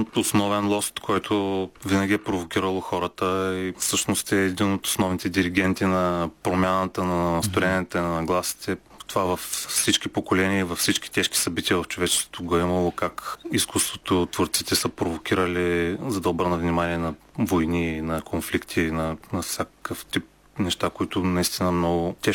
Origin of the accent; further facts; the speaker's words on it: Targovishte, Targovishte Province, Bulgaria; Аз не съм от Варна, аз съм от Търговище, но като малък много често ме водиха тук и много се впечатлих от този прекрасен град.